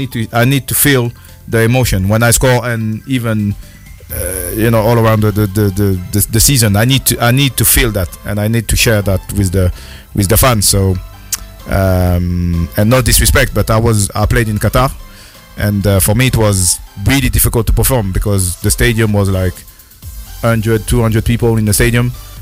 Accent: Marseille, Provence-Alpes-Côte d'Azur, France; moved away; I'm from Marseille

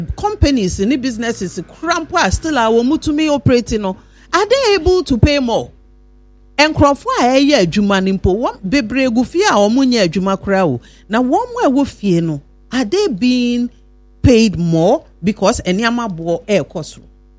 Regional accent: Ghana; and I think say as a Ghanaian

